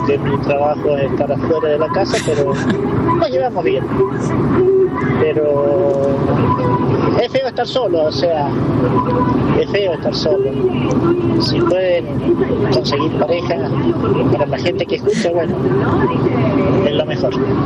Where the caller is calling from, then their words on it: Mendoza, Argentina; camionero, soy de Mendoza